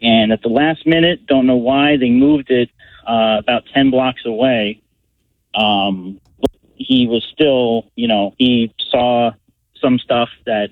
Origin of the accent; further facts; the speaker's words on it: Pennsylvania, United States; also born or lived in New York; I'm originally from New York, but at the time, I grew up a lot in, the Poconos in Pennsylvania, so I wasn't far.